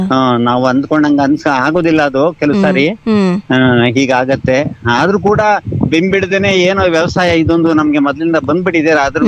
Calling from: Mandya, Karnataka, India; ಮಂಡ್ಯದಿಂದ

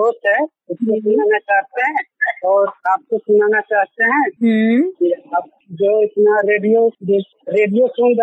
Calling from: Ludhiana, Punjab, India; जी, हम लुधियाना से बोल रहे हैं।

